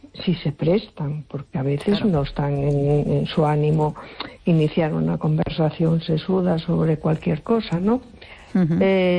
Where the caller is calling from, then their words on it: A Coruña, Galicia, Spain; de Coruña.